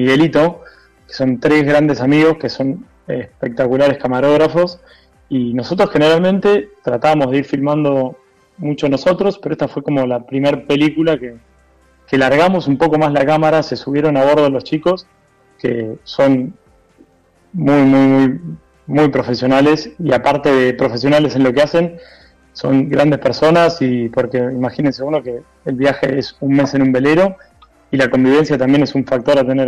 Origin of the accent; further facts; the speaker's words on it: Buenos Aires Province, Argentina; De las afueras de Buenos Aires.